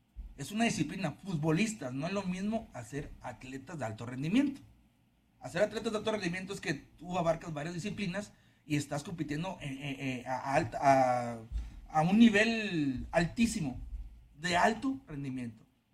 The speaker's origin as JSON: {"language": "Spanish", "town": "Monterrey", "region": "Nuevo León", "country": "Mexico", "tie": "born or raised there", "said": "Yo recuerdo cuando estaba niño, jugar a las 11 de la mañana, a las 12, a las 2, a las 4, a diferente horario aquí en Monterrey."}